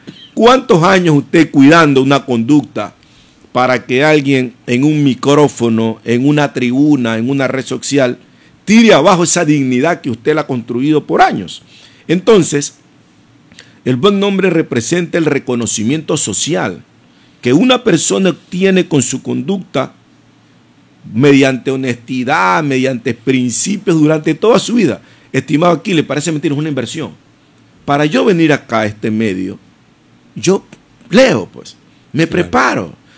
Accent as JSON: {"language": "Spanish", "country": "Ecuador"}